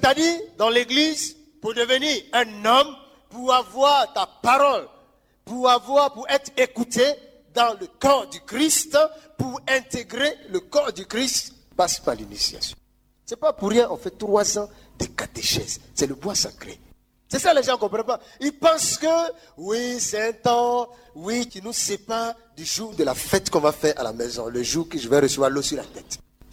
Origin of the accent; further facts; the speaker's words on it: Central African Republic; parce que chez nous en Centrafrique, on appelle ça Kinda Gozo.